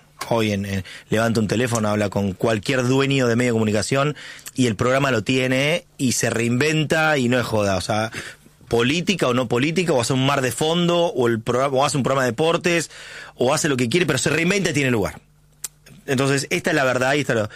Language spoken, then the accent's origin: Spanish; Argentina; lo que tenemos que lograr como argentinos